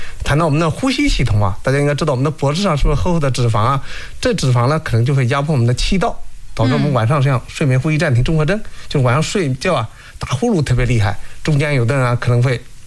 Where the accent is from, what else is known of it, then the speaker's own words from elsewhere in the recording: China; 尤其是说亚洲男性，我们中国人哈